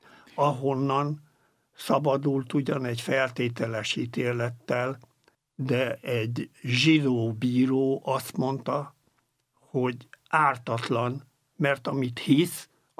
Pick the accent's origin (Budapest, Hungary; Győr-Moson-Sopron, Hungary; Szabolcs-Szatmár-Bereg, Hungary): Győr-Moson-Sopron, Hungary; Pannonhalma; Amikor Pannonhalmán nevelkedtem, ott nagyon tehetségesnek tartottak